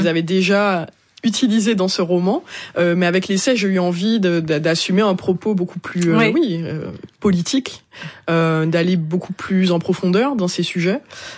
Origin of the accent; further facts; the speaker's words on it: Martinique; moved away as an adult; moi je suis née en Martinique, j'ai grandi en Martinique